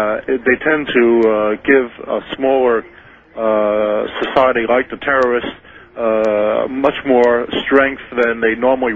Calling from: New York City, New York, United States; from Queens, New York.

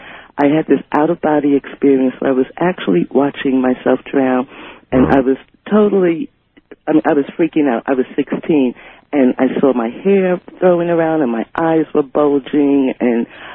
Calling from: Richmond, Virginia, United States; I'm calling from Richmond, Virginia.

